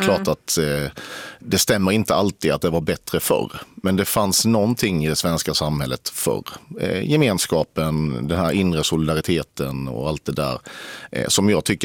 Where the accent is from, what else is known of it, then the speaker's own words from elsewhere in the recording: Sweden; jag som svensk